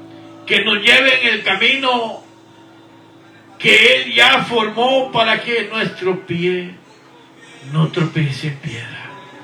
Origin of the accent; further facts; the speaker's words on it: Guatemala; now in Houston, United States; mi tierra natal, Guatemala. … viviendo aquí en Houston, Texas, por ya 30 años pasaditos. Nacido en Guatemala